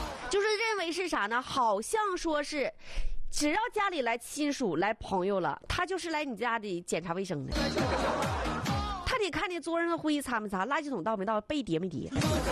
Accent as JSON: {"language": "Chinese", "region": "Northeast China", "country": "China", "said": "这是刻在咱们东北人骨子里边的。"}